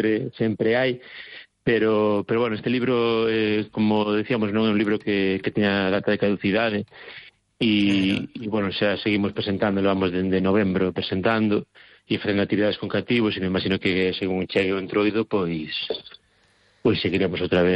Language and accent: Galician; Galicia, Spain; Porque como vos galegos, non pode haber unha festividade sin unha boa paparote, sin unha boa mesa no medio.